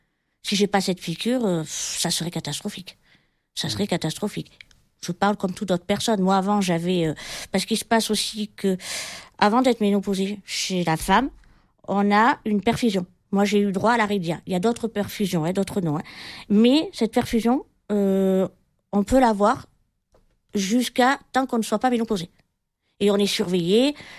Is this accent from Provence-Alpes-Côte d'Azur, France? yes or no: yes; L'Escarène, Provence-Alpes-Côte d'Azur, France; je suis de l'Escarène.